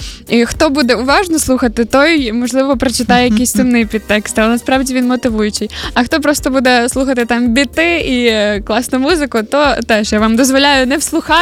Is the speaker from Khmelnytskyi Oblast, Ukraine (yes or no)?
yes; Kamianets-Podilskyi, Khmelnytskyi Oblast, Ukraine; Знімали ми на Бакоті, на моїй батьківщині, тому що я родом з Кам'янця-Подільського.